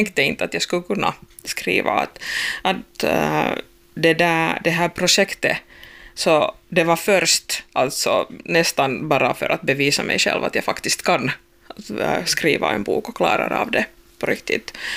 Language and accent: Swedish; Bjärnå, Southwest Finland, Finland; jag tror nästan halva min barndom alltså på Bibban i Bjärnå.